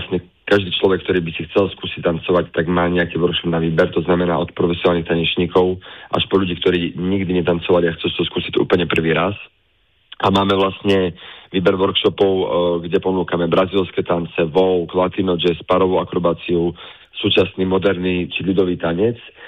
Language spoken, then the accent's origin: Slovak; Námestovo, Žilina Region, Slovakia; moved away; Námestovo je mesto, odkiaľ pochádzam ja, rovnako veľká časť organizačného tímu.